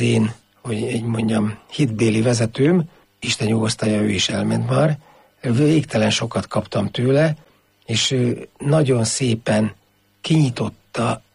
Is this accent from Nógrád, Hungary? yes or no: yes; Érsekvadkert, Nógrád, Hungary; Tehát Érsekvadkertől származom, ez Palócországnak a, mondjuk azt, hogy a szíve közepe, nevezzük annak